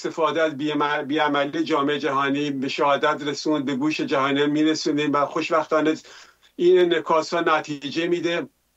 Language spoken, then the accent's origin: Persian; Karaj, Alborz, Iran; من یادم که به اصطلاح حتی شهیدی بودن شهر خودمون کرج